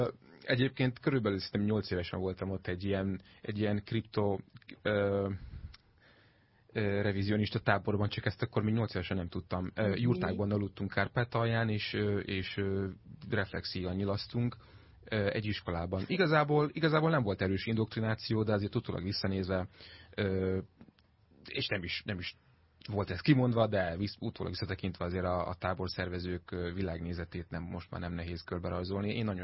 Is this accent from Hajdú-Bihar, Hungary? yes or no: yes; Debrecen, Hajdú-Bihar, Hungary; born there; Képzeld el, hogy egyébként Debrecenben, ahol én születtem és ahol elkezdtem még korongozni